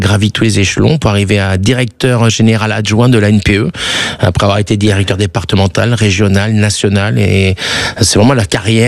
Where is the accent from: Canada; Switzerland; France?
France; accent: French; Heureusement qu'ils disaient que j'étais charming, enfin mon petit côté French avec mon accent